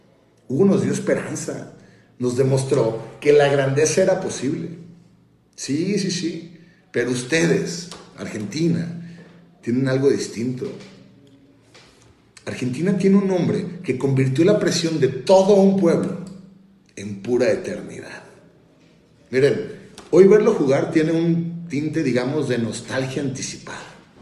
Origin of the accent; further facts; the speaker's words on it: Mexico